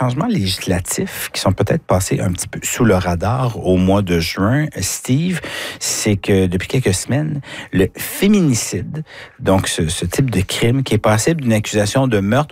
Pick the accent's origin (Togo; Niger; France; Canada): Canada; New Brunswick; chez nous au Nouveau-Brunswick.